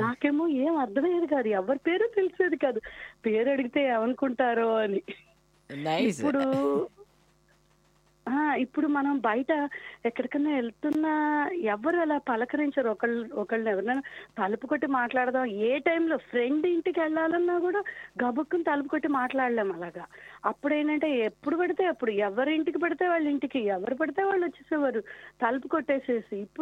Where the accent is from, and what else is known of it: Vijayawada, Andhra Pradesh, India; born or raised there